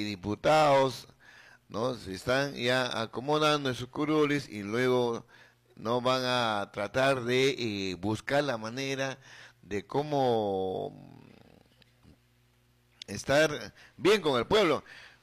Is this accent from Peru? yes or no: yes; Peru; como todo peruano que no nos gusta leer